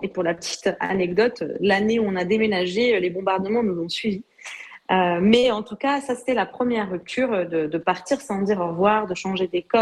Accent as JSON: {"language": "French", "country": "Lebanon", "tie": "born or raised there", "also_born_or_lived": "Paris", "first_language": "French and Lebanese Arabic", "moved": "as an adult", "lives_now": "Portugal", "said": "je suis libanaise et je suis née au Liban. J'ai fait toutes mes études là-bas. Donc, j'ai grandi en pleine guerre. Et aujourd'hui, ça n'a pas beaucoup changé. Donc, j'y suis restée jusqu'à mes 24 ans et j'y ai appris tout naturellement l'arabe, notamment le libanais parlé et puis l'arabe littéraire"}